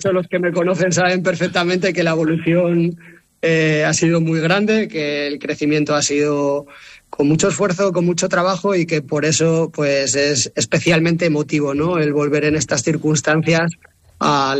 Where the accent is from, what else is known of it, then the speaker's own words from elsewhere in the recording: Asturias, Spain; moved away as an adult; also born or lived in United States / Dominican Republic / Madrid; para mí es un sueño volver a Asturias